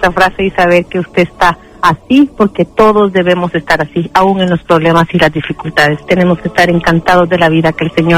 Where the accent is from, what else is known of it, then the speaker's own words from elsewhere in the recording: Jutiapa, Guatemala; Quiero pedir por mi pueblo Jutiapa, pues ayer hubo un sismo bastante fuerte. Murieron ya algunas personas, 5 me parece, en algún pueblito de mi tierra.